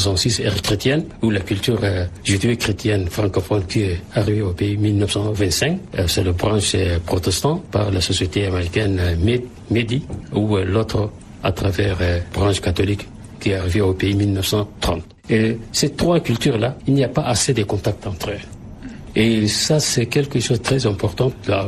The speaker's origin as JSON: {"language": "French", "town": "Bardaï", "region": "Tibesti", "country": "Chad", "said": "Moi, j'ai dit, moi, je suis Tchadien. Je suis de Bardaï, j'ai dit, moi, je suis Tchadien."}